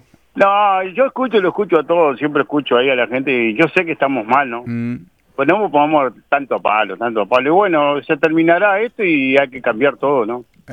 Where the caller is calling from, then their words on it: Uruguay; Yo, como uruguayo